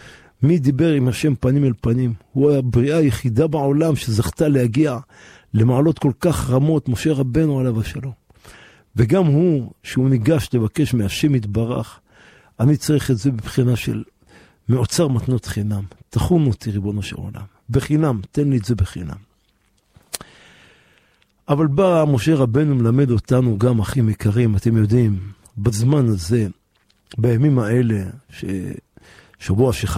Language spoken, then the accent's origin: Hebrew; Jerusalem, Jerusalem District, Israel; גדלנו ברוך השם בשכונת בוחרים